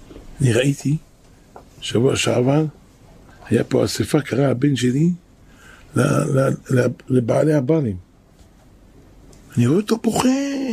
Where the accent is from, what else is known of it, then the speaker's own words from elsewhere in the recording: Jerusalem, Jerusalem District, Israel; אנחנו חיים פה, אנחנו גדלנו פה משאנחנו ילדים באזור הזה.